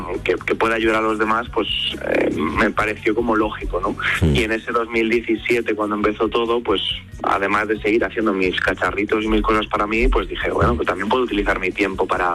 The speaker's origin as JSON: {"language": "Spanish", "town": "Madrid", "region": "Community of Madrid", "country": "Spain", "said": "y bueno, yo soy de Aluche, he visto en mi barrio, siempre he visto desigualdades, cosas diferentes"}